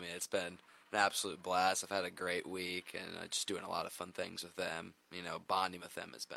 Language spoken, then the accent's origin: English; McCool Junction, Nebraska, United States; I'm from McCool Junction, and I'm going to be playing quarterback and defensive back.